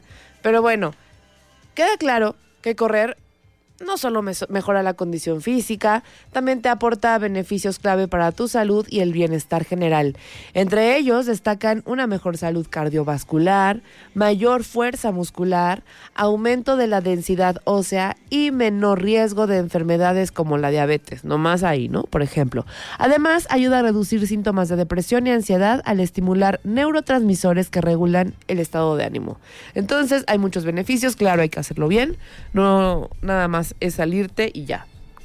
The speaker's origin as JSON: {"language": "Spanish", "country": "Mexico"}